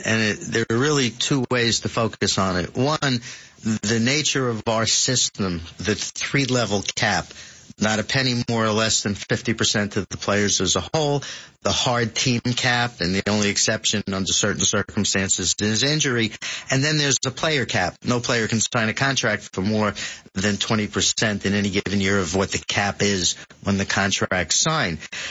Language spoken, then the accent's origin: English; New York, United States; born or raised there